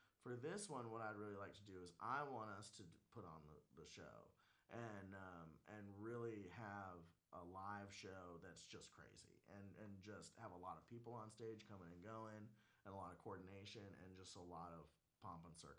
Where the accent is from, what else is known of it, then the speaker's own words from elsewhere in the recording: Chattanooga, Tennessee, United States; We are called … We're from Chattanooga, and thanks for listening to us.